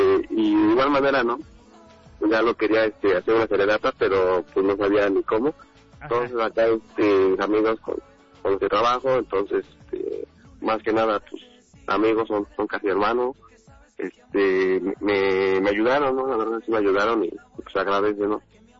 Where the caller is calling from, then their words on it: Tehuacán, Puebla, Mexico; Desde acá en la Jime, Tehuacán